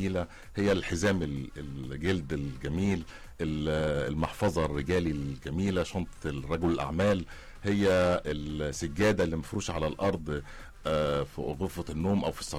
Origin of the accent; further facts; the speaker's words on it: Egypt; إحنا كمان كمصريين